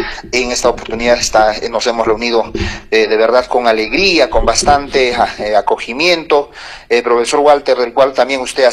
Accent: Bolivia; Chalhuanca, mi tierra natal, Jancocala, de Jancocala yo soy, toda … está invitado

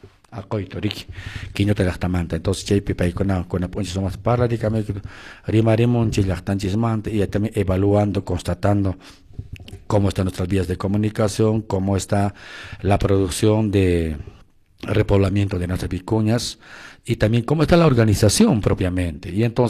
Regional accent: Chumbivilcas, Cusco, Peru; also born or lived in Guayllapata, Colca (maternal ancestry); Soy natural de la Nuestra Quello por mi papito, ¿no? Pero también de mi mamita tengo una ascendencia de Guayllapata Colca.

